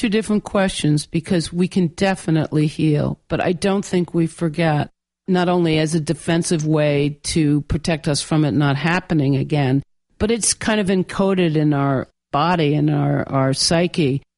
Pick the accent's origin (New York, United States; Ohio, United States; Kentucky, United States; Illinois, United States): New York, United States; North Shore of Long Island; we grew up on the North Shore of Long Island where there were very, very wealthy people.